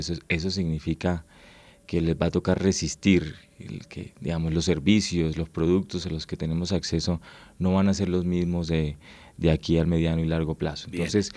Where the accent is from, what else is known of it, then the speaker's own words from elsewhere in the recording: Valledupar, Cesar, Colombia; moved away as an adult; now in Bogotá, Colombia; Yo vengo de la provincia, yo vengo de Valledupar, yo allá en Valledupar.